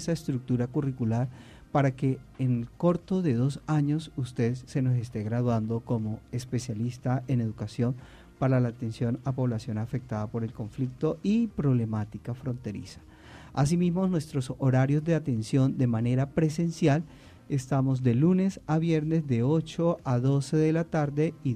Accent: Colombia; nosotros como colombianos

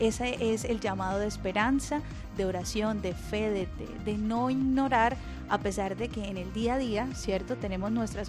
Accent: Colombia; de nuestras personas que hacen parte de este país tan hermoso como lo es Colombia

